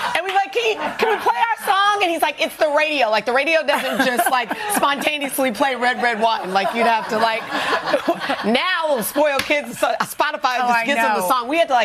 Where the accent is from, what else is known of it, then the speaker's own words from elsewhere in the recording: Wichita, Kansas, United States; I mean, I grew up in Wichita. The school bus was a rite of passage.